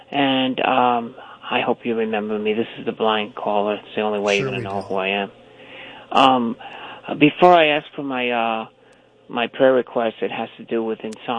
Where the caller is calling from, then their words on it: Long Island, New York, United States; I'm calling from New York, Long Island, a nursing home, ….